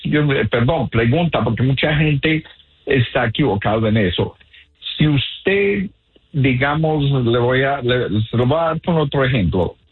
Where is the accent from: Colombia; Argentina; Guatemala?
Colombia; now in United States; soy originalmente de Colombia, Sudamérica.